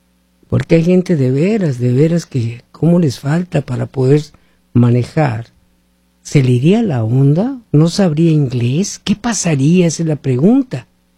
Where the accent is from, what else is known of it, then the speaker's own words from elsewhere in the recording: Hermosillo, Sonora, Mexico; moved away; iba a estar en Hermosillo, Sonora, México, mi tierra